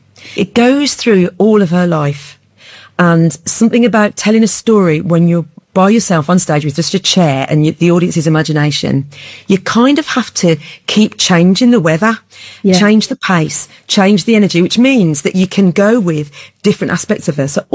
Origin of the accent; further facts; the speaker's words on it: Birmingham, West Midlands, United Kingdom; Probably I'm from an Irish family. I'm Birmingham Irish, right? So yeah, half of my family are Irish.